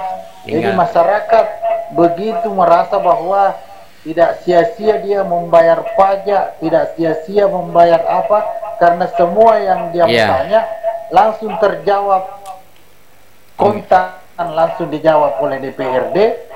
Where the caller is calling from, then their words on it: Parepare, South Sulawesi, Indonesia; Kami selaku warga Parepare.